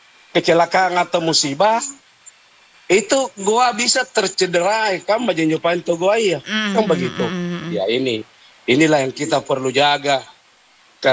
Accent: Makassar, South Sulawesi, Indonesia; biar kita asli Makassar

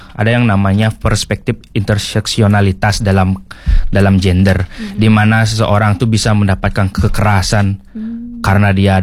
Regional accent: Gianyar, Bali, Indonesia; Saya dari Gianyar, tepatnya tempat Siring.

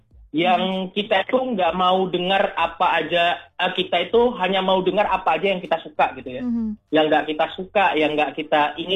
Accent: Pekanbaru, Kampar, Riau, Indonesia; now in Jakarta, Indonesia; Oke, saya sebenarnya aslinya dari Pekanbaru ya, Kampar sebenarnya. Tapi domisili di Jakarta

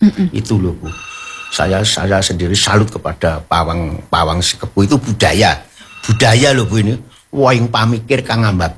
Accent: Boyolali, Central Java, Indonesia; Saya kan orang Boyolali.

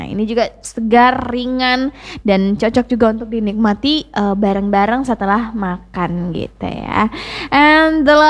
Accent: Makassar, South Sulawesi, Indonesia; untuk kita-kita, apalagi orang Makassar

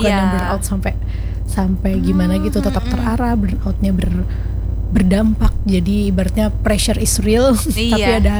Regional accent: Banjarbaru, South Kalimantan, Indonesia; also born or lived in Jakarta / Malang; Awalnya saya lahir emang di Jakarta. Soalnya bapak ibu saya dari Jakarta, terus karena penempatan tugas jadi dokter tadi di Martapura dan Banjarbaru, jadi dari kecil saya di Banjarbaru sampai sekarang. Udah jadi kerja PP Banjarbaru Banjarmasin aja sih.

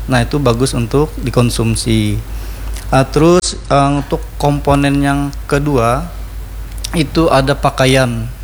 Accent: South Kalimantan, Indonesia; kita orang Banjar tuh pengamihan.

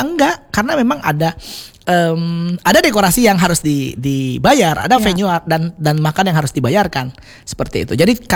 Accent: Palembang, South Sumatra, Indonesia; kalau kita wong Palembang ini banyak cengkoneknya.

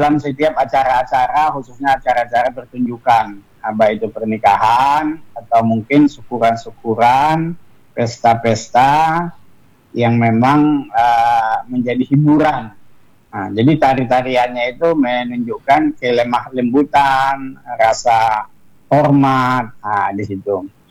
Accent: North Sumatra, Indonesia; Sumatera Utara, kalau di kampung saya itu kan daerah sawit. Daerah sawit itu.

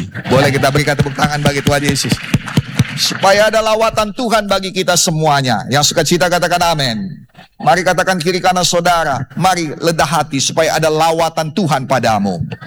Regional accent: North Sumatra, Indonesia; Apalagi bagi kita orang Batak ini, saudara. Kita butuh kali rendah hati.

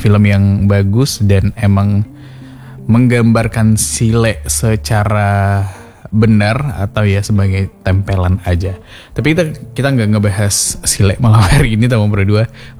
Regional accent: West Sumatra, Indonesia; kita sebagai warga Sumatera Barat

